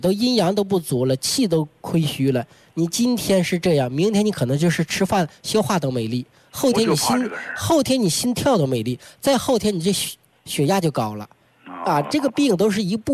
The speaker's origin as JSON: {"language": "Chinese", "country": "China", "said": "特别是我们中国人"}